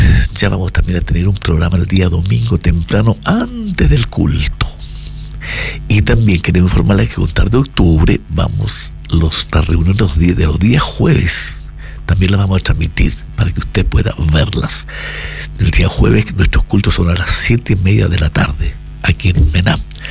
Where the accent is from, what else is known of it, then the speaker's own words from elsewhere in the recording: Chile; Tenemos que alegrarnos también como buenos chilenos de vivir en un país libre y soberano, una patria que nos dio nacer